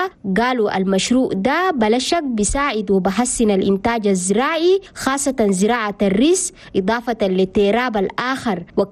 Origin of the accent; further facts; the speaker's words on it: Chad; الاتفاقيات التنين بين بلدنا تشاد والبنك العربي للتنمية الاقتصادية في إفريقيا وبلدنا تشاد مع الصندوق الأوبيت للتنمية الدولية